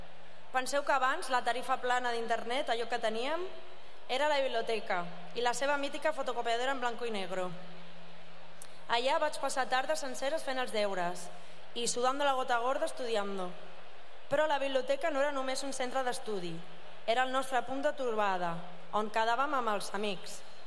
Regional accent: El Prat de Llobregat, Catalonia, Spain; de la ciutat on vas créixer i on vas aprendre a mirar el món

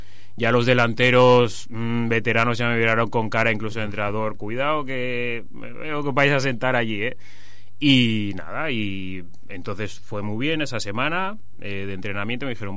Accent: Lleida, Catalonia, Spain; also born or lived in Barcelona / Premià de Mar; se vinieron aquí a España y bueno, y ahí nací yo con tres hermanos, ¿vale? En total somos cuatro. Yo estuve hasta los 6 años en Premia de Mar, mis padres al final se mudaron en Lleida y ahí fue pues bueno, donde viví toda mi infancia

